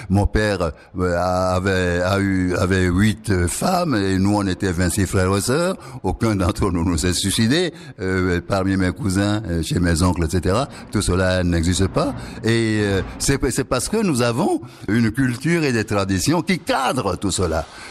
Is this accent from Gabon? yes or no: no; Togo; moved away; also born or lived in Greenland; Je n'ai jamais vu ça chez moi au Togo.